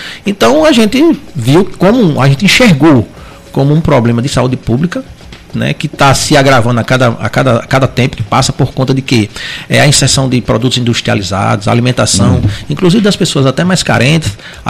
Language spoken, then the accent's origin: Portuguese; Natal, Rio Grande do Norte, Brazil; born there; moved away as an adult; now in Pedra Grande, Brazil; sou natalense de nascimento e pedagrandense de coração.